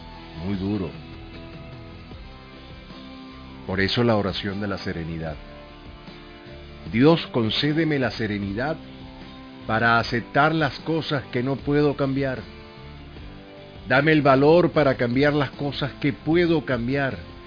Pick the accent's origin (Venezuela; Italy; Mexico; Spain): Venezuela; Venezuela va a ser el gran país que merecemos tener.